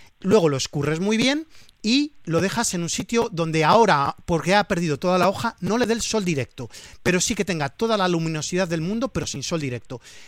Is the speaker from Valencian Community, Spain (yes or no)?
yes; Valencian Community, Spain; Yo a ti te voy a recomendar, como buen valenciano, el cuncuat.